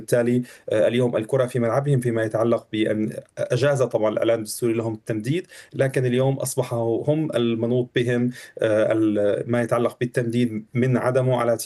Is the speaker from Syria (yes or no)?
yes; Syria; البرلمان العتيد الذي انتظرناه طويلا يعني كسوريين